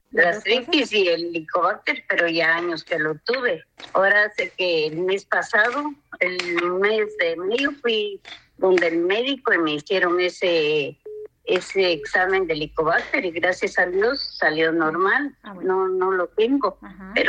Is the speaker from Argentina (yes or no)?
no; Huehuetenango, Guatemala; De aquí, de Huehue.